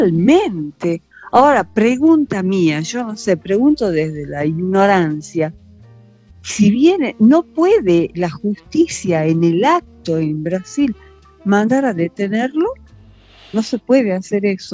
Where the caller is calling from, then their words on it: Salta, Argentina; accent: Salteño; Yo soy de Salta Capital, le llamé de Salta Capital